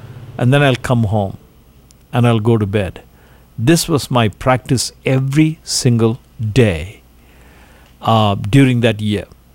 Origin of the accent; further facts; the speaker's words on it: India; moved away as an adult; also born or lived in Chennai; In my hometown of India